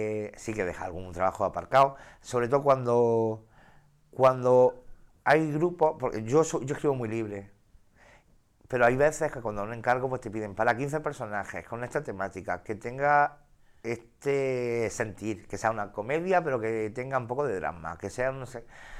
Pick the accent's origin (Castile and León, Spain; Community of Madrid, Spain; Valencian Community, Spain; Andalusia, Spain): Andalusia, Spain; Navas de San Juan; also born or lived in Linares; yo soy de pueblo y yo soy de las Navas de San Juan